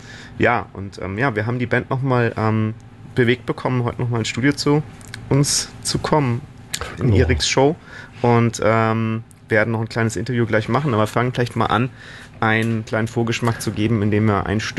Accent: Swabia, Germany; Ich bin Schwabe, deswegen kann ich es mit dem Sch ganz gut.

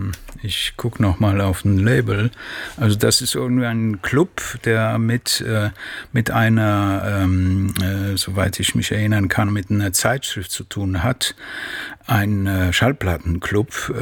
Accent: Łódź, Łódź Voivodeship, Poland; born there; Und davor habe ich ein Stück aus Łódź, aus meiner Geburtsstadt, aus Łódź

